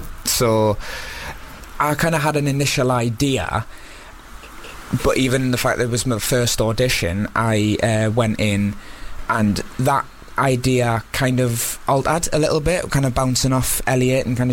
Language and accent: English; Newcastle, North East England, United Kingdom; moved away as an adult; now in London, United Kingdom; I'm originally from Newcastle. You can probably tell.